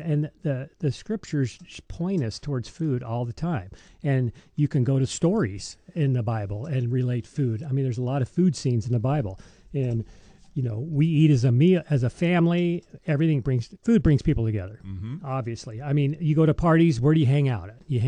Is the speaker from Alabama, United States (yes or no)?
yes; Alabama, United States; I remember growing up in Alabama.